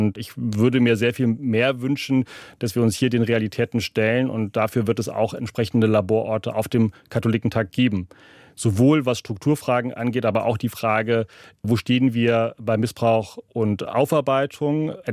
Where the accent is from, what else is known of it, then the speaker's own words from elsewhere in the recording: Rhineland, Germany; Ich komme aus dem Rheinland, wo man in eine Volkskirche hineingeboren wurde.